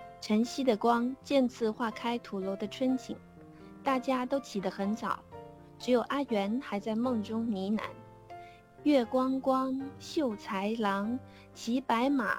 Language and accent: Chinese; Fujian, China; 作为一个福建人啊，